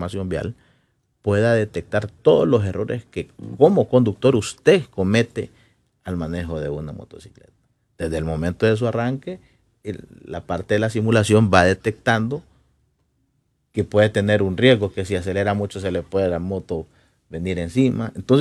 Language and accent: Spanish; Honduras